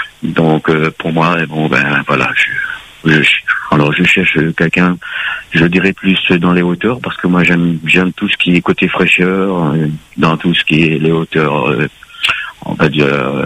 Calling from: Le Tampon, Réunion; J'habite de la Belgique du Sud, plus précisément, on va dire au Tampon.

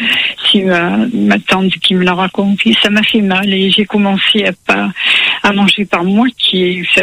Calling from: Sanary-sur-Mer, Provence-Alpes-Côte d'Azur, France; Je vous appelle, je suis près de Sanary, dans le Var.

